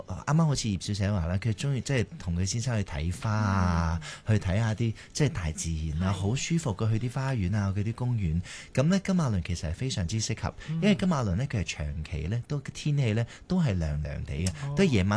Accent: Ipoh, Perak, Malaysia; also born or lived in Malacca / Penang / Kuala Lumpur; 因為我係馬六甲出世嘅，係啦，咁我喺馬六甲出世啦，咁跟住就由細即係讀幼稚園咧，就搬咗入去怡保啦，咁就喺怡保咧就讀到Form Two

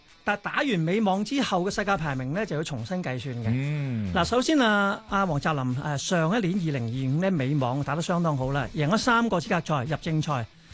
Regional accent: Hong Kong; 我哋香港人都有咁大力量咧

